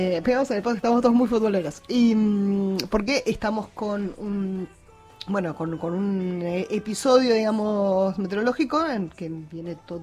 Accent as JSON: {"language": "Spanish", "country": "Paraguay", "said": "Vos bien lo dijiste hace un rato, somos todos paraguayos."}